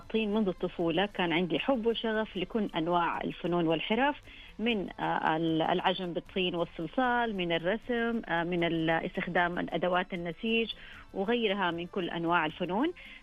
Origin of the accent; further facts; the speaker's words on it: Saudi Arabia; أقدر أقول لك هوية بلادي المملكة العربية السعودية بكبر مساحتها وتعدد ما شاء الله المناطق اللي فيها.